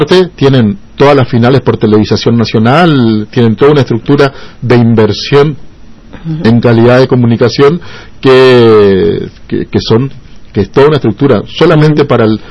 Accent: Argentina; no nos representa como argentinos

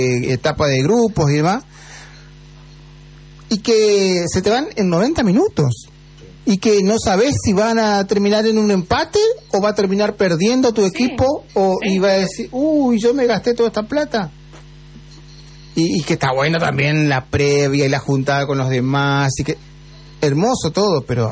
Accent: Argentina; soy argentino

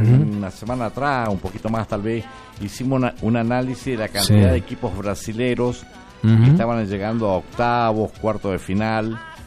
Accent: Argentina; porque somos argentinos.

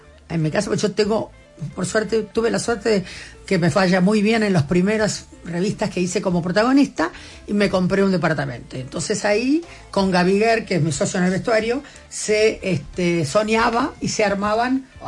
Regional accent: Argentina; Mi lugar en el mundo, la Argentina. Soy argentina hasta la muerte, porque tengo la suerte de haber conocido algunos países que amo

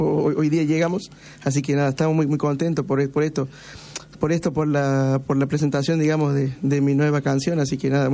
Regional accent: Córdoba, Argentina; Sí, yo soy de Córdoba, capital.

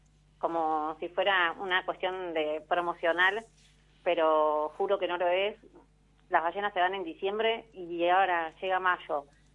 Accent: Puerto Pirámides, Chubut, Argentina; soy de Pirámides

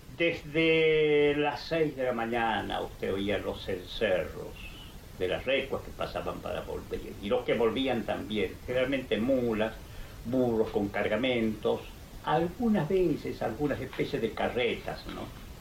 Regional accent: Abra Pampa, Jujuy, Argentina; Yo he nacido cerca de Abrapampa. Yo digo siempre soy abrapampeño, ¿no?

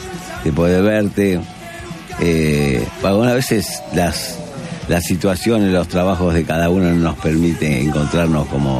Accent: Buenos Aires, Argentina; yo me crié en Once, mi barrio, Once Almagro

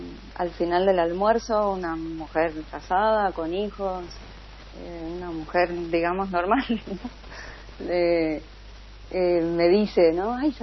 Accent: Buenos Aires, Argentina; Soy argentina, soy de acá de Buenos Aires, aunque de mí viví en el campo, viví en la provincia hasta los 7 años.

